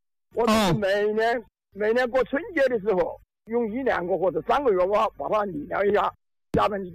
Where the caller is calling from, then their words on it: Tianmen, Hubei, China; 我是天门的，天门是坡墙镇，